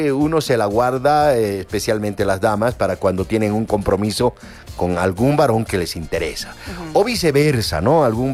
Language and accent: Spanish; Bolivia; no solamente los bolivianos, sino también los peruanos, los ecuatorianos